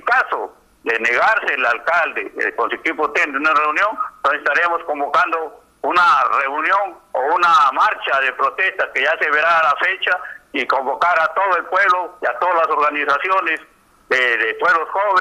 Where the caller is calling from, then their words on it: Tambogrande, Piura, Peru; comunicarle a mi pueblo de Tamborande